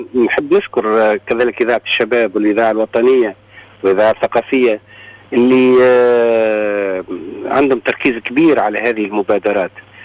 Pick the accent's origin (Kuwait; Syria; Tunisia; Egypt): Tunisia; southern Tunisia; moved away; أنا حتى رغم غربتي ترعرعت وكبرت في الجنوب التونسي وفي في هذه الأرض